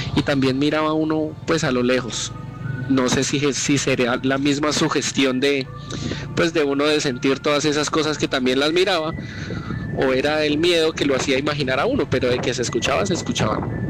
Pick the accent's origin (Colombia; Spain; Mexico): Colombia; Garzón, Huila; Yo soy de Garzón Huila, del Huila. Soy de Garzón Huila y pues allá es un pueblito.